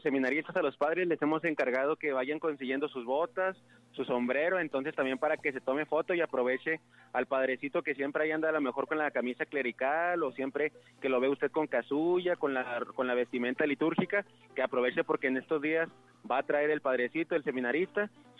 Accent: Ciudad Juárez, Chihuahua, Mexico; pero pues somos de Juárez, ¿verdad?

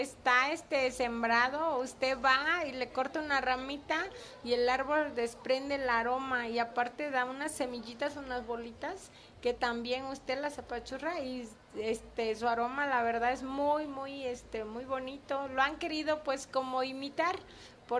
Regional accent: Olinalá, Guerrero, Mexico; Yo vengo de Olinalá, Guerrero, la montaña alta.

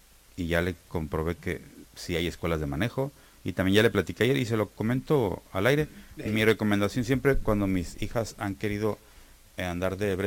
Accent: Tijuana, Baja California, Mexico; Soy de Tijuana

